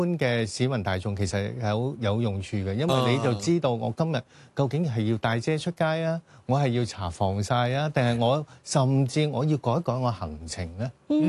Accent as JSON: {"language": "Cantonese", "country": "Hong Kong", "said": "我哋香港人可能真係太中意。匿埋喺室內啦"}